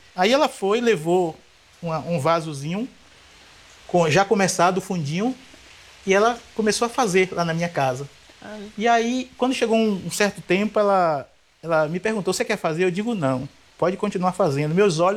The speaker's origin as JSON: {"language": "Portuguese", "town": "Nilo Peçanha", "region": "Bahia", "country": "Brazil", "tie": "born there", "said": "Minha história, ela começa ali numa cidade de Nilo Peçanha, na comunidade quilombola de Boitaraca, onde eu nasci."}